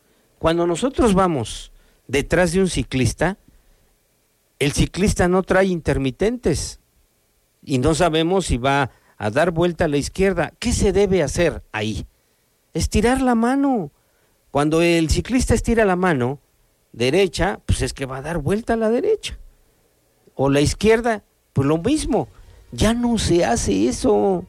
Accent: Mexico; Así somos como mexicanos, todo al último, todo al último.

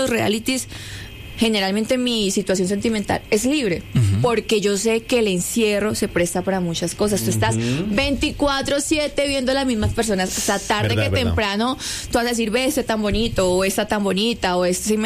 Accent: Colombia; Soy la única de Colombia

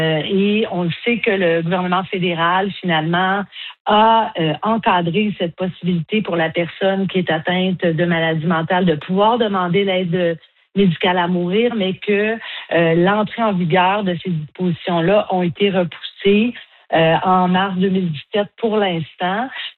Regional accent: Quebec, Canada; alors que chez nous, au Québec, par exemple

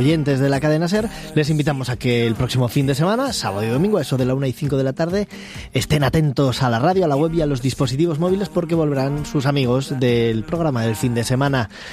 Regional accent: Castile and León, Spain; Porque yo siempre que pienso en el otoño, a mí me huele a magostos, a las castañas asadas de mi tierra del Bierzo.

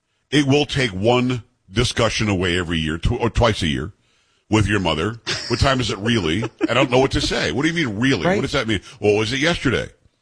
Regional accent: Florida, United States; also born or lived in New York; I'm from New York. People say, well, how many different places are you from? From New York, lived there until I was seven. Grew up in Florida from seven until I was, 28, something like that.

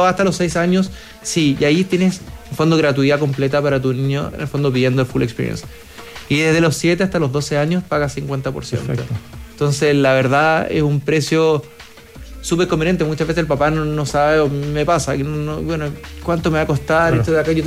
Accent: Chile; Mi sensación es que nosotros como chilenos también somos bastante tradicionales.

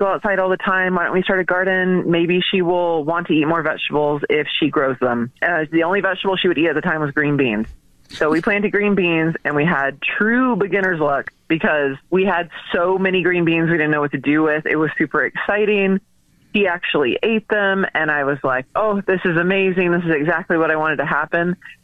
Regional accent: Texas, United States; I am born and raised in Texas. Now, I have lived all over Texas, and Texas is so big.

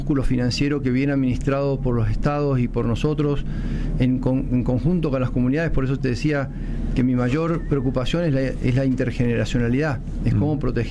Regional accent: Colombia; moved away as an adult; yo cuando salí de Colombia no sabía de lo que me metía, no tenía ni idea de la minería. Tenía la idea de la minería ilegal en Colombia porque es una tragedia humanitaria muy grande

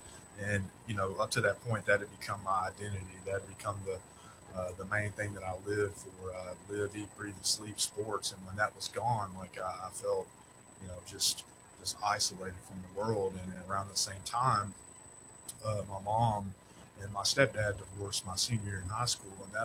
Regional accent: Fort Ice, Arkansas, United States; So I was raised in South Arkansas, a little town called Fort Ice. Go Red Bugs.

